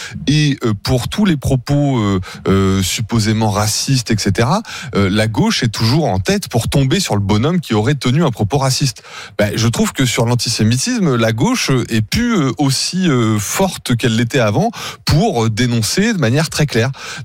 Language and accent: French; France; chez nous, en France